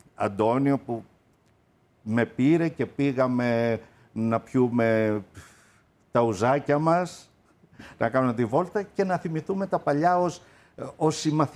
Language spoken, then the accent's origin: Greek; Amaliada, Western Greece, Greece; την πήρα και τη φύτεψα στο χωριό μου, στην Αμαλιάδα.